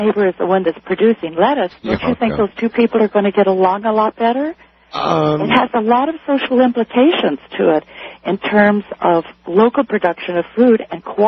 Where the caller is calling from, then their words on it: Del Mar, California, United States; from Del Mar, California.